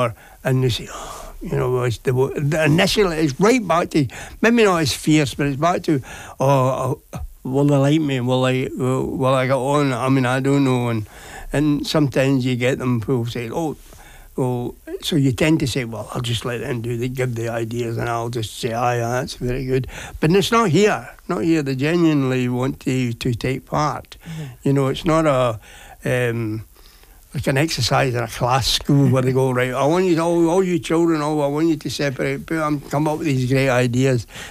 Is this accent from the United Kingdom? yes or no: yes; Scotland, United Kingdom; now in Govan, Glasgow, United Kingdom; I'm from Ayrshire, so living in Govan for a start is great.